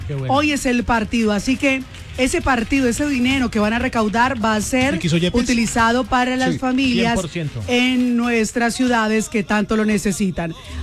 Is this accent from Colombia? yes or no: yes; Colombia; Sí, así somos los colombianos. Berracos, echados para adelante.